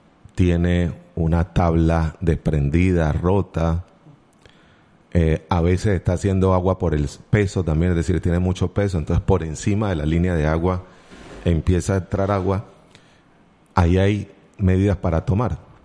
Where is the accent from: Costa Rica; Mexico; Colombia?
Colombia; Pacific region; born there; de los que nacimos en el Pacífico, de los que vivimos aquí